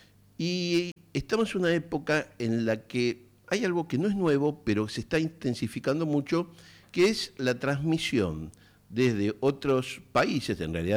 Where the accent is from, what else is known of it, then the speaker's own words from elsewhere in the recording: Argentina; así somos los argentinos y las argentinas